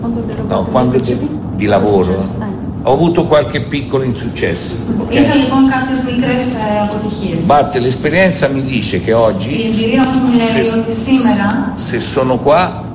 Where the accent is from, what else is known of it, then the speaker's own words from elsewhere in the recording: Tuscany, Italy; born there; io sono nato nella provincia di Livorno e mi hanno accorto con i fischi perché dicevano che nessuno è profeta in patria